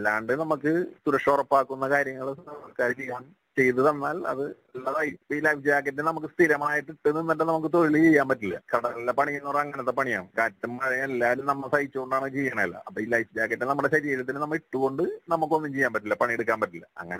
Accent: Munambam, Kerala, India; ഞാൻ മുനമ്പ സ്വദേശിയാണ്.

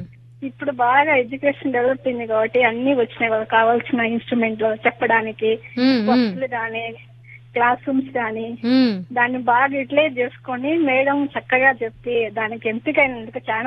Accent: Kadapa district, Andhra Pradesh, India; now in Kadapa, India; అక్కడే చదివింది 1-5. మా ఊరు కూడా అదే రెడ్డికోటల

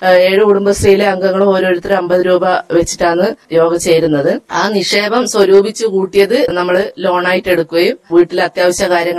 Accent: Kerala, India; ഞാൻ ഇവിടെ തന്നെ ജനിച്ചു വളർന്നതാണ്. 10-45 വർഷം കഴിഞ്ഞു.

